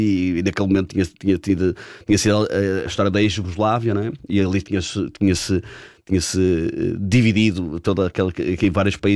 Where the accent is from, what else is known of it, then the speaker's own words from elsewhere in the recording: Portugal; nós somos portugueses